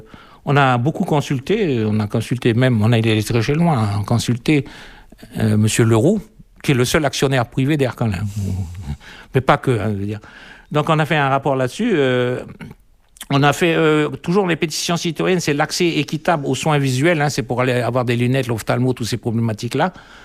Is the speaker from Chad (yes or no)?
no; Mont-Dore, South Province, New Caledonia; born there; moi, je suis né au Mont d'Or, donc je connais le Mont d'Or un peu.